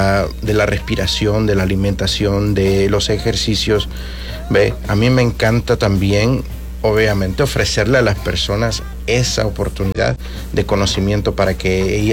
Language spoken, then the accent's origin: Spanish; El Salvador; moved away; vengo de El Salvador.